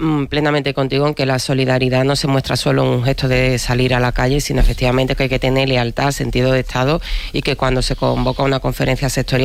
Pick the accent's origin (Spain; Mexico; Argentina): Spain; Andalusia; Es que yo soy andaluza, yo me asomo a Tarifa, extiendo la mano y parece que Marruecos está...